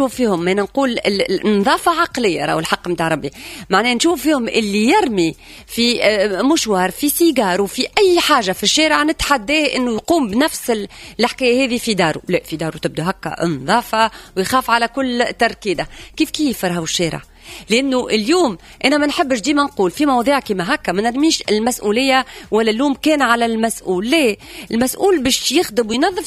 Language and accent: Arabic; Tunisia; بلادنا تونس الخضراء